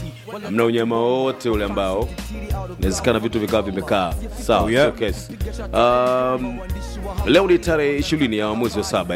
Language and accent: Swahili; Kigamboni, Dar es Salaam, Tanzania; so asili yangu mwanangu kutoka Dar es Salaam Kigamboni.